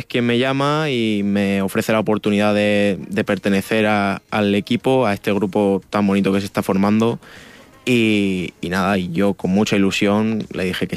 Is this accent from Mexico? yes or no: no; Villena, Valencian Community, Spain; eso que siempre sentimos de pequeño, de mi pueblo